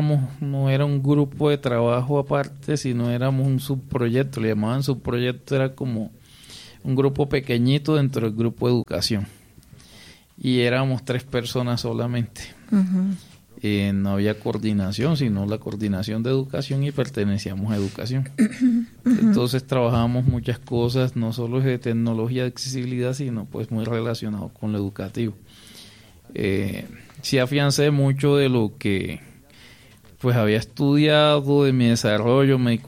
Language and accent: Spanish; Arjona, Bolívar, Colombia; yo soy de Arjona, Bolívar, yo iba desplazándome de Arjona hacia Cartagena para la universidad